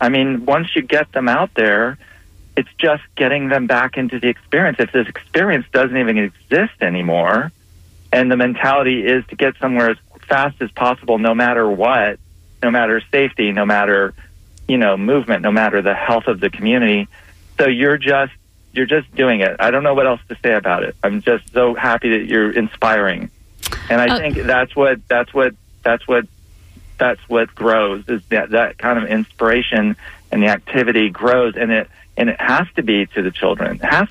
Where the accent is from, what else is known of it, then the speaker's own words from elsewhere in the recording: St. Petersburg, Florida, United States; also born or lived in Hawaii; And I grew up in St. Pete from about fourth grade, went to St. Pete High, and I bicycled a lot.